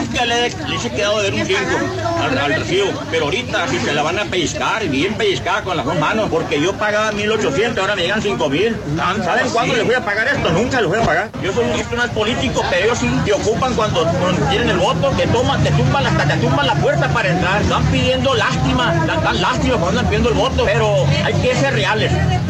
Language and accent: Spanish; Mexico; Queremos que nos respeten como ciudadanos, como mexicanos